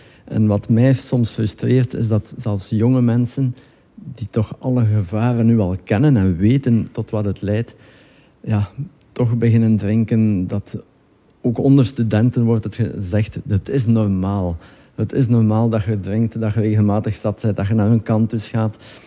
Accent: West Flanders, Belgium; Nee, West-Vlaming, ja. Wel, geboren in Oost-Vlaanderen, gewoond in West-Vlaanderen.

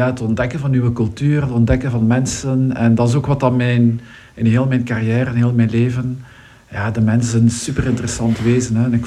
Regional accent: Bilzen, Limburg, Belgium; Maar zoals je zei, ja, ik ben opgegroeid in Bilzen, in Limburg.

